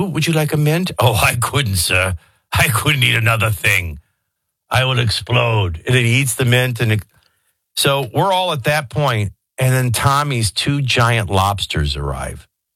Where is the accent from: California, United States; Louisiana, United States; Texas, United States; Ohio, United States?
Louisiana, United States; New Orleans; This seafood bar at the Breakers was unbelievable, and I'm from New Orleans.